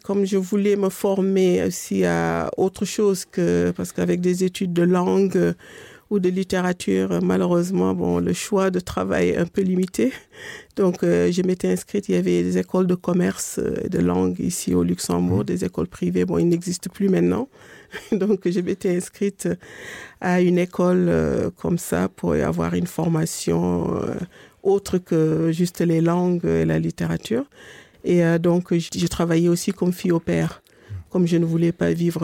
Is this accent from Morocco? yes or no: no; Dakar, Senegal; born there; Je suis née à Dakar, mais mes parents viennent ma mère vient du nord du Sénégal, vers la frontière avec la Mauritanie